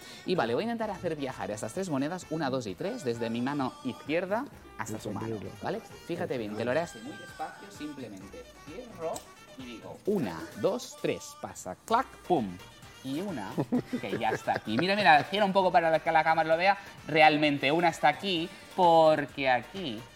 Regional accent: Catalonia, Spain

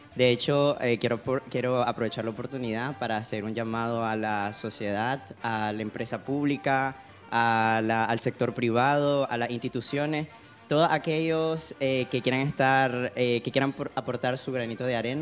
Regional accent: Nicaragua; now in Spain; yo soy originario de Nicaragua.

